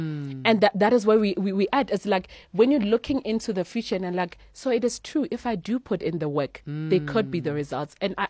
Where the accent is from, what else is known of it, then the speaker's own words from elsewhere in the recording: Pretoria, Gauteng, South Africa; I'm from Pretoria.